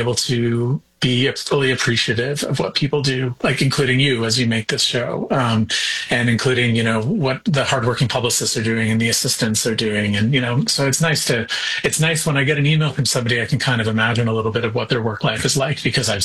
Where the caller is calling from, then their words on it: Cape Breton, Nova Scotia, Canada; I'm calling you from Cape Breton today.